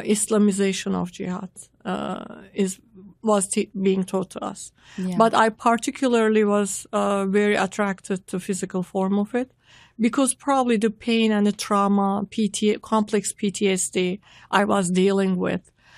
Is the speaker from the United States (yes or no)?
no; Turkey; I was born and raised in Turkey in a devout Muslim home.